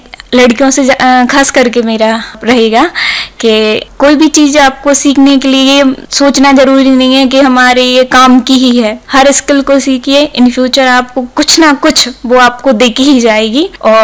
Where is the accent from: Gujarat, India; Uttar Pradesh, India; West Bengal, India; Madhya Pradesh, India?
Madhya Pradesh, India; Banda; now in Sagar, India; मैं बंडा से आती हूँ। मैं सागर में अभी जॉब कर रही हूँ